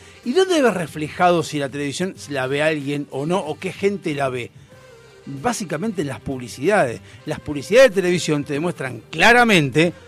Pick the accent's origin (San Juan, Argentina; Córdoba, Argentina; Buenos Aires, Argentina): Córdoba, Argentina; Salsipuedes; moved away; Vengo de Córdoba, de Salcipuede, un pueblo de 12.000 sí, habitantes.